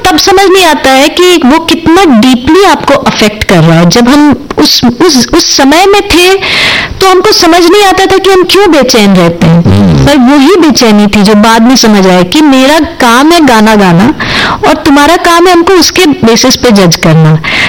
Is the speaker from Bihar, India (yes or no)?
yes; Bihar, India; अरे भाई हम बिहार से हैं तो हम अंग्रेजी में भी बात कर सकते हैं।